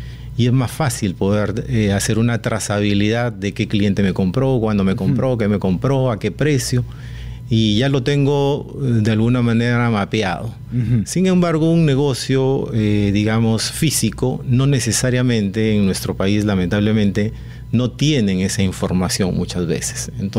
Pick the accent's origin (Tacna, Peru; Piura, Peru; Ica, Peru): Piura, Peru; Talara; born there; Mi tierra. Soy nacido en Talara, Piura.